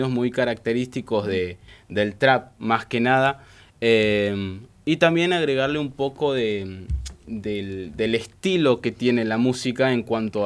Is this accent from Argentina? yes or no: yes; Buenos Aires, Argentina; Bueno, yo nací en Buenos Aires, en el barrio de La Boca. Pasé viviendo toda mi vida en Buenos Aires